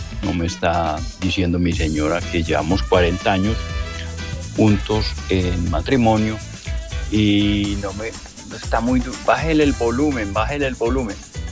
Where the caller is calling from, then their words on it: Manizales, Caldas, Colombia; Vivo en Manizales